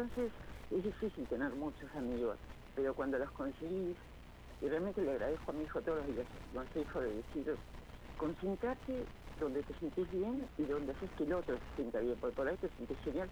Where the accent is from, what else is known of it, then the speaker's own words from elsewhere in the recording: Tortuguitas, Buenos Aires Province, Argentina; Soy de Tortuguitas.